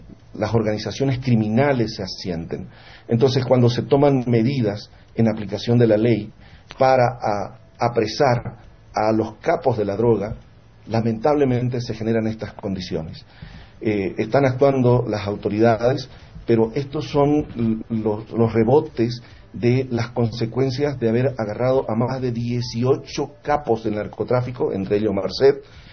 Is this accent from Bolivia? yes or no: yes; Bolivia; nosotros como bolivianos